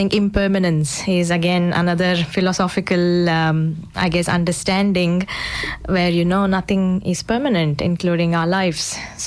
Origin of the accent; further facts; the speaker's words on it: India; now in Adelaide, Australia; being an Indian and a Hindu